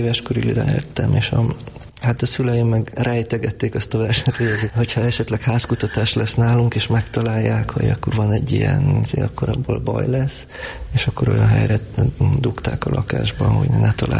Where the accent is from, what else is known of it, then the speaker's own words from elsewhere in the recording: Romania; Mégis egy kellemes környezetben nőttem fel. Mindig ott volt a humor. Nem biztos, hogy azért, mert hogy egyszerűen csak úgy annyira vicces család volt, hanem hogy elég nehéz volt sok minden. Tehát a múlt rendszer, a Ceausescu diktatúra, az én családomnak nagyon nehéz volt.